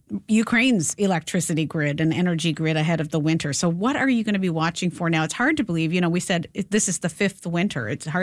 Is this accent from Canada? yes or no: yes; Newfoundland and Labrador, Canada; Many of us remember hearing that story from our childhood growing up in Newfoundland.